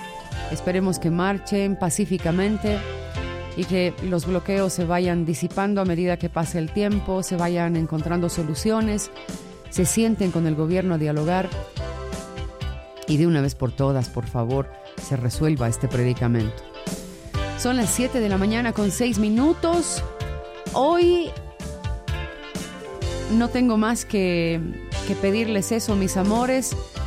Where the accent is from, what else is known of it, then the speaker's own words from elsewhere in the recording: Bolivia; Somos hermanos bolivianos